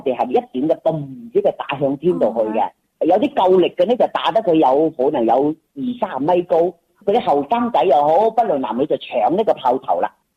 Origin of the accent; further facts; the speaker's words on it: Yangchun, Guangdong, China; now in Shenzhen, China; 我家乡是阳江阳春人。